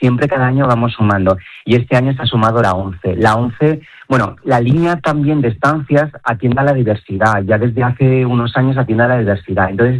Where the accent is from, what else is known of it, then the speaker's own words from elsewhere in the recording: Asturias, Spain; como asturiano carballón que soy